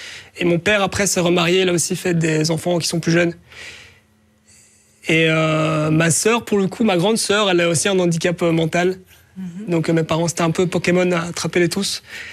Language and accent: French; Ixelles, Brussels-Capital Region, Belgium; born there; je suis né à Ixelles il y a 32 ans maintenant.